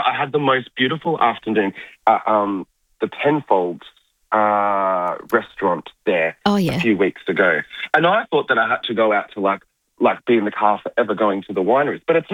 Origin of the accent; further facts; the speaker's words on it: Melbourne, Victoria, Australia; I know I'm from Melbourne and we're known for like restaurants and so forth